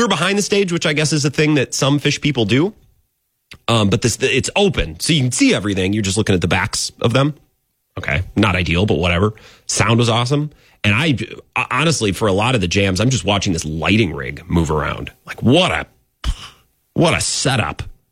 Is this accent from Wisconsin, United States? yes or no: yes; Wisconsin, United States; now in Madison, United States; because I'm from up there, Northwest Wisconsin.